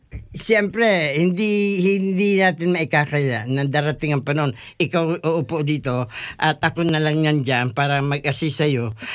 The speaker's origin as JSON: {"language": "Tagalog", "region": "Bicol Region", "country": "Philippines", "first_language": "Bicol", "second_language": "Tagalog", "moved": "yes", "lives_now": "Melbourne, Australia", "said": "alam naman ng karamihan dito sa Melbourne na ang native tongue ko is not Tagalog. Bicol. Ang aking salita, Bicol."}